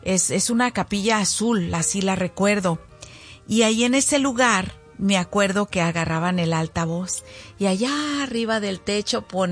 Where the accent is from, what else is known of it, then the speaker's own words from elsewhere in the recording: Zacualco de Torres, Jalisco, Mexico; moved away; allá en Zacualco de Torres, allá en mi pueblo